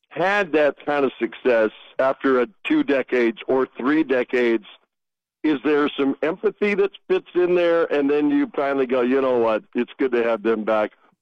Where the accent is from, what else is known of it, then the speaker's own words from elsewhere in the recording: Williston, United States; So I'm going to throw my – I'm going to selfishly put my hometown in there. Been a while.